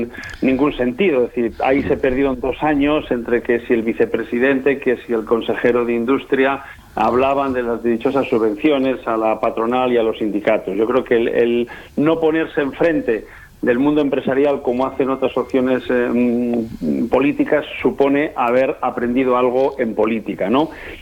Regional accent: Castile and León, Spain; en Castilla y León somos locomotora de España en sanidad, en educación y en dependencia

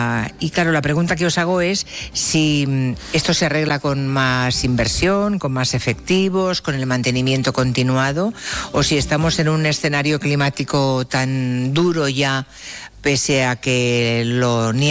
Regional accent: Monforte de Lemos, Galicia, Spain; vamos a llamar a un hombre de la tierra, a un periodista que es de Monforte de Lemos, de mi ciudad, de mi pueblo

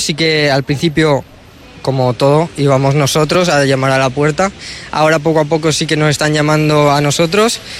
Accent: Valencia, Valencian Community, Spain; Pero tienda física me gustaría que fuera aquí, en casa, de donde yo soy, poder mostrar la cultura valenciana

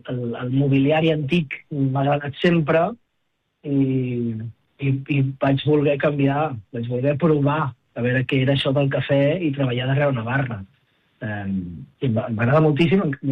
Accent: Barcelona, Catalonia, Spain; moved away as an adult; also born or lived in London; aquí a Barcelona, a casa nostra

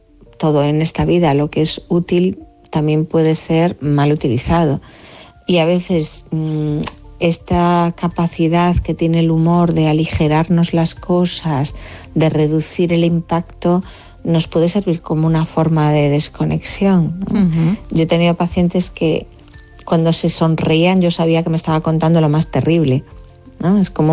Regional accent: Galicia, Spain; La ironía, que yo que soy gallega, bueno, respiramos la ironía como, como parte del idioma, ¿no?

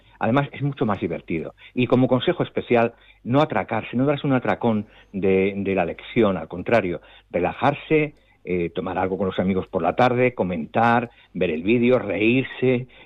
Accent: Toledo, Castilla-La Mancha, Spain; yo soy de Toledo

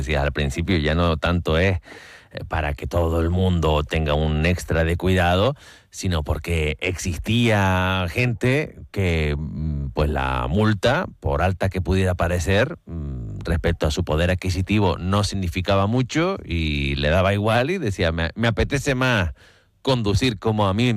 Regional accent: Canary Islands, Spain

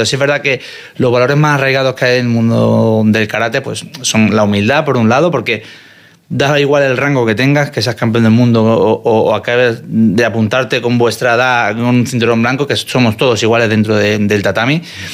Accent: Málaga, Andalusia, Spain; moved away as an adult; also born or lived in Madrid; Yo soy de Málaga, obviamente, estudié el bachillerato en Málaga. Y cuando me iba a mudar, en el 2002 estamos hablando, estaba o Madrid, la Politécnica, o te tenías que ir a Barcelona.

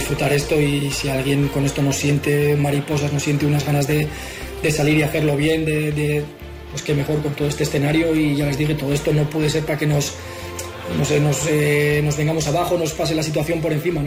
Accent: Basque Country, Spain; soy vasco cerrado

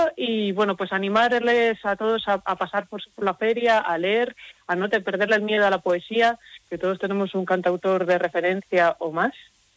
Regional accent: Madrid, Community of Madrid, Spain; born there; yo nací en Madrid, pero mis padres son donostiarras.

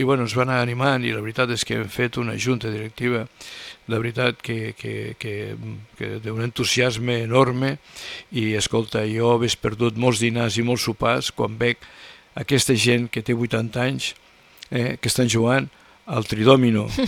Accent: Puigverd de Lleida, Catalonia, Spain; jo sempre dic que vaig néixer a Puigverd, m'emociono quan parlo de Puigverd, i també sempre dic que el dia que jo mori vull enterrar-me a Puigverd.

